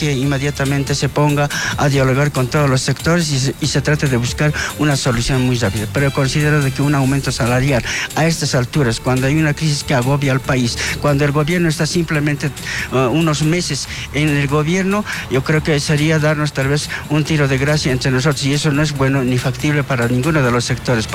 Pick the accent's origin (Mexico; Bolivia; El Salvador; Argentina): Bolivia; nosotros como pueblo boliviano